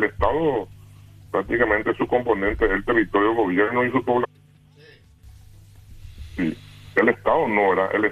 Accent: Paraguay; nosotros los paraguayos

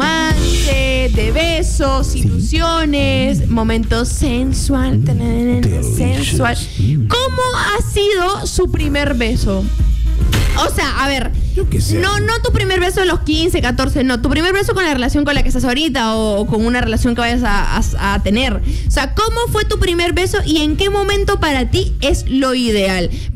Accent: Peru; Somos de Perú, papi. Acá hay mar.

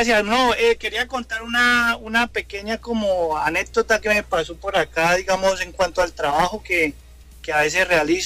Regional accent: Huila, Colombia; Yo soy del Huila. Soy del Huila.

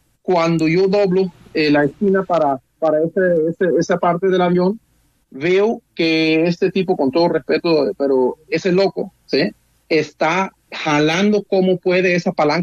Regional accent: Germany; Spanish is a second language; moved away as an adult; now in Colombia; yo soy alemán, ya llevo viviendo en el hermoso país de Colombia hace 20 años casi, después que llegué en un intercambio

